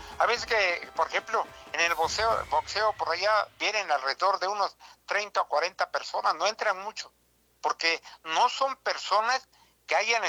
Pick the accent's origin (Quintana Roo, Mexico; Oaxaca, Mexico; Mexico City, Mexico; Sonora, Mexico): Oaxaca, Mexico; Tlaxiaco; Sabe que yo soy de Tlaxiaco